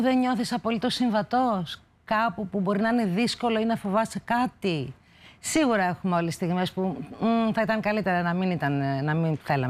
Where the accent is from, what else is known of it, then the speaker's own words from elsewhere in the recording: Tripoli, Peloponnese, Greece; επειδή είμαι ορεινός τύπος, λέει, η καταγωγή μου και τα παιδικά μου χρόνια τα έζησα στην Τρίπολη.